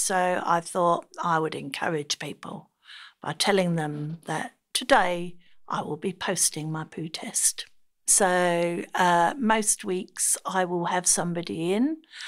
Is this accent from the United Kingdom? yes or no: no; Ireland; As an Irish Catholic